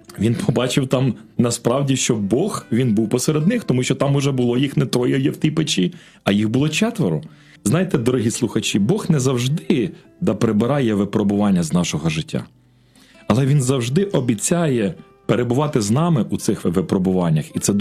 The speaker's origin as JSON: {"language": "Ukrainian", "town": "Bila Tserkva", "region": "Kyiv Oblast", "country": "Ukraine", "said": "Я з Білої Церкви."}